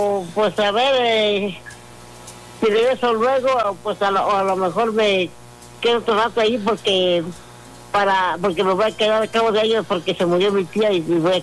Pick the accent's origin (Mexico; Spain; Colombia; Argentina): Mexico; Oaxaca; born there; moved away; Ya el miércoles ya me voy para mi tierra. Ah, sí, ¿a dónde vas, corazón? A Oaxaca.